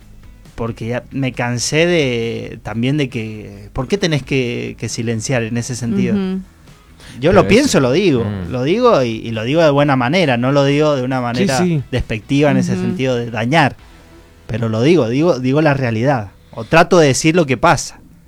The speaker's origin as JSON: {"language": "Spanish", "town": "San Rafael", "region": "Mendoza", "country": "Argentina", "said": "el San Rafaelino siempre se caracterizó por ser deportista neto."}